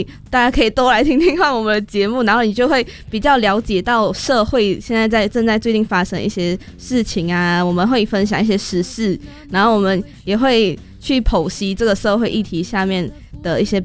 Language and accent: Chinese; Taiwan; 我们台湾人